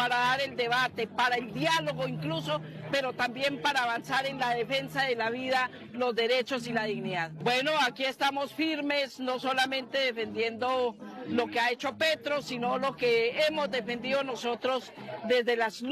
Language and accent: Spanish; Colombia; y que aquí estamos, como somos los colombianos, de manera pacífica, con la cultura, con la expresión y con lo que nos identifica.